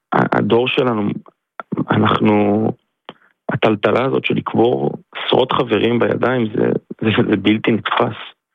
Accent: Zikhron Ya'akov, Haifa District, Israel; ספיר, אני מזכיר לכם, הוא מגיע מאלי. אני מגיע מזיכרון, הפלגה שלנו הייתה חצויה במובן הזה

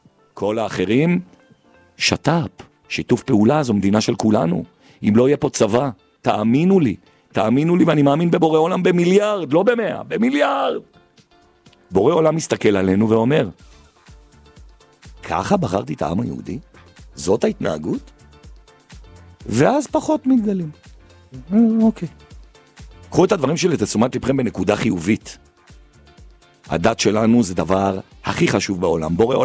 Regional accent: Jerusalem, Jerusalem District, Israel; אני גדלתי בחרדים. אני גדלתי ברחוב הנביאים, במקביל מאה שערים.

